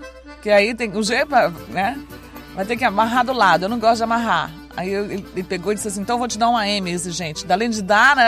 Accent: Roraima, Brazil; born there; Sou daqui, sou roraimense, tá? Inclusive, nasci em cima de um couro de boi.

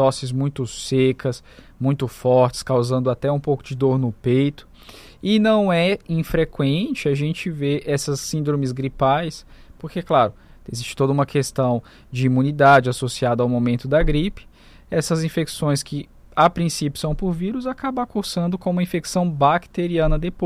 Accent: Italy; now in Roraima, Brazil; Eu sou italiano.

